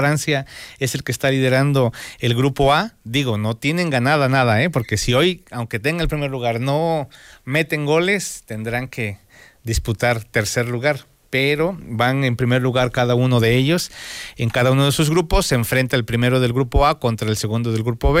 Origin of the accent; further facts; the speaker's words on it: Puebla, Mexico; como mexicanos, como poblanos, también aquí mixtecos